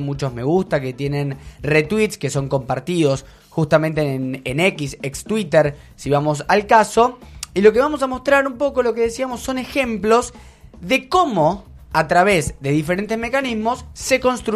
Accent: Argentina; Pero ante todo somos argentinos

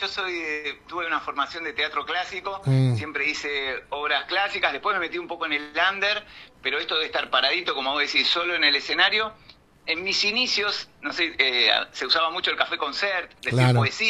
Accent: Banfield, Buenos Aires Province, Argentina; yo soy de Zona Sur. Soy de Zona Sur de la provincia de Buenos Aires, Banfield, Lomas de Zamora.

